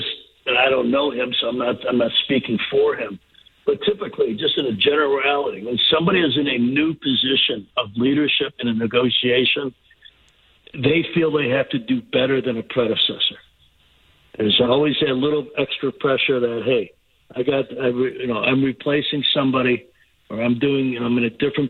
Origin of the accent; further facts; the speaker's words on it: Chicago, Illinois, United States; now in Los Angeles, United States; since I was a little kid growing up in Chicago.